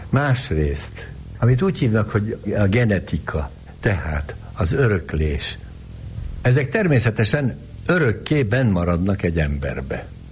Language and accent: Hungarian; Hungary; born there; A tény, ugye, hogy Magyarországon születtem, hogy magyar szüleim voltak, ugye, hogy magyar tájképet ismertem, hogy a magyar gyümölcsöket ettem